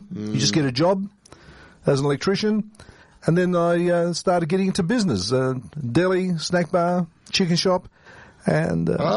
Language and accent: English; Port Pirie, South Australia, Australia; moved away; also born or lived in Adelaide; I was brought up in Port Pirie with my grandparents. Yeah. My dad couldn't speak English.